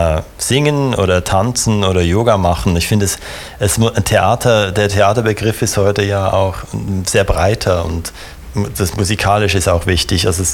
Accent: Switzerland; now in Düsseldorf, Germany; für mich als Schweizer

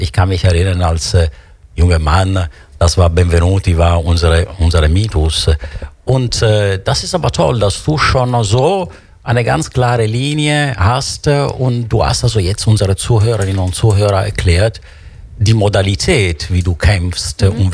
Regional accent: Italy; moved away; Wir haben als Italiener natürlich ein große Box.

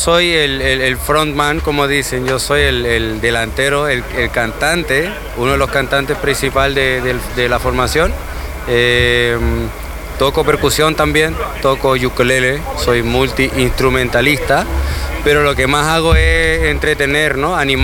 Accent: Amsterdam, North Holland, Netherlands; moved away; Yo soy de Ámsterdam, nacido en el 90. Mi mamá es holandesa y mi papá es chileno.

